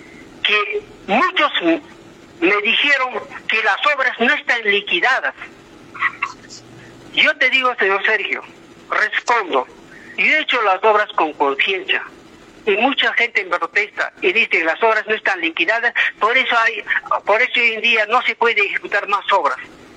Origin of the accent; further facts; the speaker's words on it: Puno, Peru; Soy conocedor y soy poblador de Cuturapi, conozco la realidad.